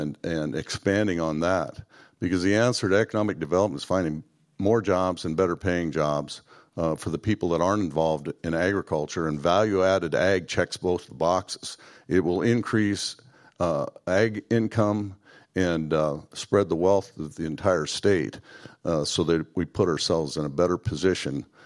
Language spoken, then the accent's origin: English; South Dakota, United States; Born and raised in South Dakota. And my parents, my grandparents on both sides were homesteaders.